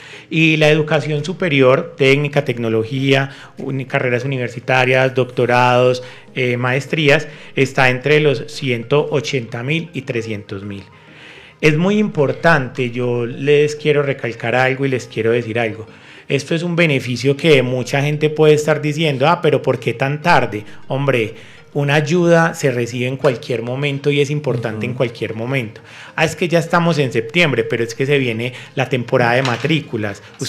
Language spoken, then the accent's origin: Spanish; Antioquia, Colombia; como buen paisa casi siempre dejamos todo para lo último.